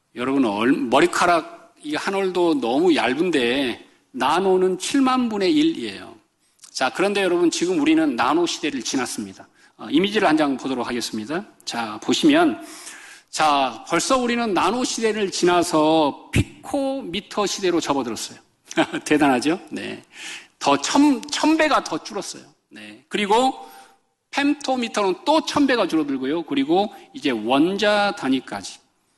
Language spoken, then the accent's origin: Korean; South Korea